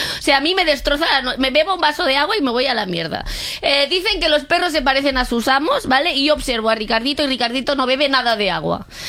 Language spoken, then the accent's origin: Spanish; Catalonia, Spain